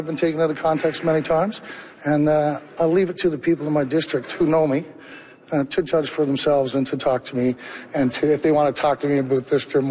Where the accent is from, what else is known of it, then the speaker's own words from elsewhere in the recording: Newfoundland and Labrador, Canada; As a Newfoundlander and a Labradorian